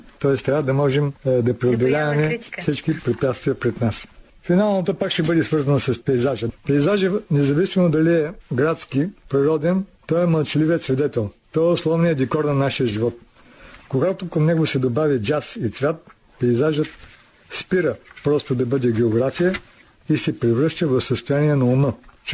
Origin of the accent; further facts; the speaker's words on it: Rhodope Mountains, Bulgaria; born there; аз като човек, който съм роден в Родопите